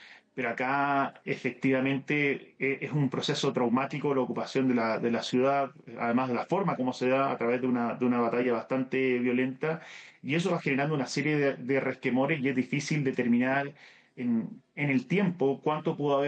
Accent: Chile; a nosotros como chilenos

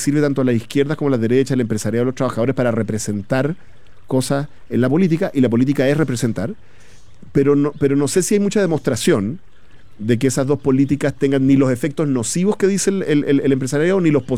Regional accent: Chile

